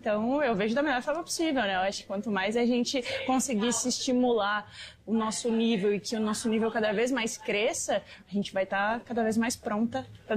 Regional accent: Rio Grande do Sul, Brazil; Sou gaúcha, acompanho desde sempre

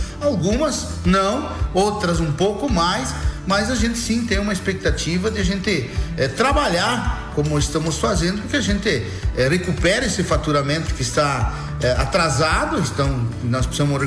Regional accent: Brazil

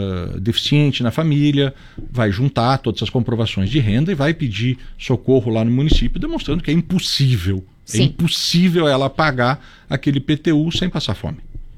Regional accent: Brazil

